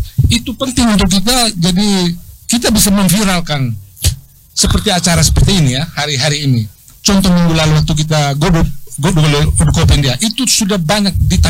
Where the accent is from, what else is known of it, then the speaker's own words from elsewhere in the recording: East Nusa Tenggara, Indonesia; moved away as an adult; Jadi waktu saya kesana tahun 90 itu kita orang Flores kami saya hitung sekitar 13 orang sedaratan Uni Eropa itu.